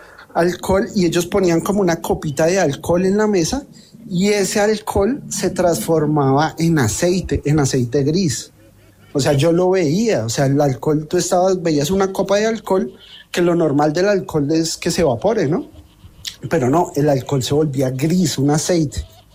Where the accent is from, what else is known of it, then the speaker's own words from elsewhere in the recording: Bogotá, Colombia; Yo soy de Bogotá.